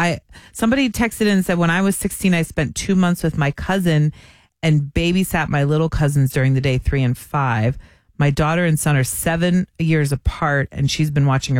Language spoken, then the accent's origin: English; Cape Cod, Massachusetts, United States; They had a beautiful beach home where I grew up in Cape Cod.